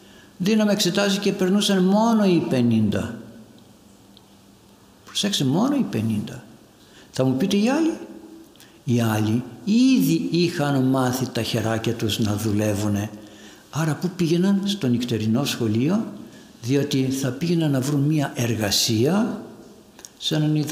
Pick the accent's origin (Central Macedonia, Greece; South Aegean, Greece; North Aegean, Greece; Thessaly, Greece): Thessaly, Greece; Larisa; born there; Εγώ γεννήθηκα στη Λάρισα, πάω στρατιώτης στον Εύρο, γνωρίζω μια κοπέλα, την παντρεύουμε.